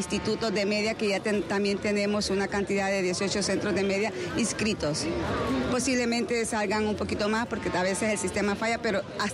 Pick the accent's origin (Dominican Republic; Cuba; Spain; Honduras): Honduras; buenos patrióticos hondureños que somos.